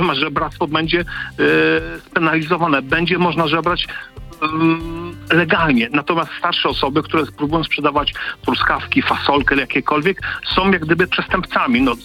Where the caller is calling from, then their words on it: Denmark; Ja mieszkam w Danii.